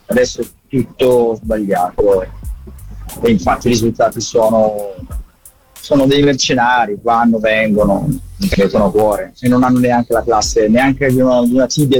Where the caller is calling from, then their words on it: Brescia, Lombardy, Italy; Ciao, sono da Brescia.